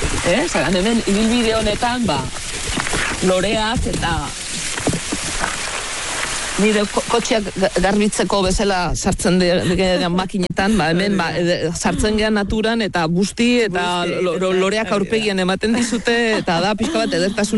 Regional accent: Astigarraga, Basque Country, Spain; Astigarragakoa naiz

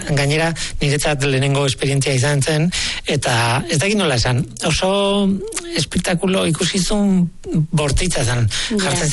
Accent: San Sebastián, Basque Country, Spain; born there; gogoratzen dut txikitan, oraindik gurdiak elitzen zirela Donostian

